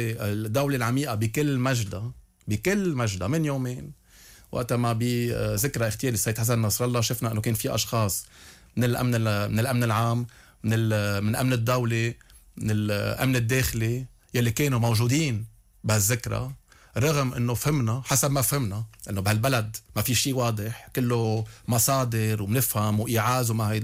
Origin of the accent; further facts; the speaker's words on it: Lebanon; انا كمواطن لبناني